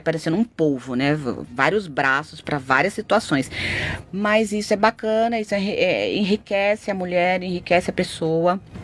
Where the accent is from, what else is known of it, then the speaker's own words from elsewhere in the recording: Ilhabela, São Paulo, Brazil; porque eu fui criada na Ilha Bela, né? Então, assim, fui criada com a natureza.